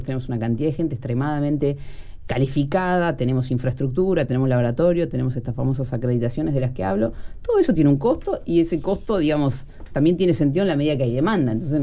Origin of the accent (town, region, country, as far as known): Uruguay